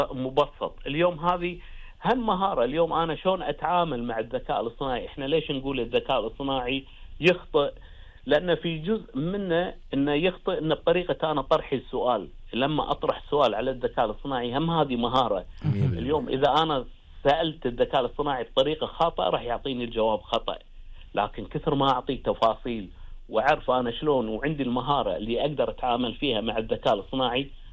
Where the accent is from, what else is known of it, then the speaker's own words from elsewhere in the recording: Kuwait; أنا كموظف كويتي،